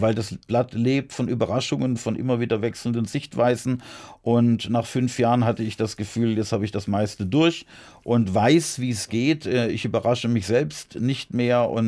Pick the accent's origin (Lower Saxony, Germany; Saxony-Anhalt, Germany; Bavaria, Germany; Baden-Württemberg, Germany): Baden-Württemberg, Germany; Heilbronn; 1990 bin ich dann in meiner Heimatstadt Heilbronn als Kandidat auch angetreten, als Bürgermeisterkandidat, habe es leider nicht geschafft